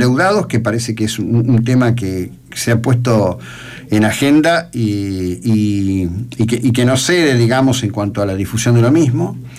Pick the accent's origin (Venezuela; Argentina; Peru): Argentina; Soy plenamente argentino, no tengo ninguna doble nacionalidad, solo quiero ser argentino.